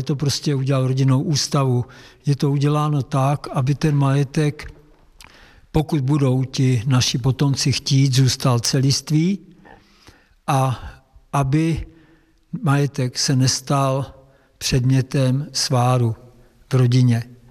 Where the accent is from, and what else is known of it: Liberec, Liberec Region, Czechia; born or raised there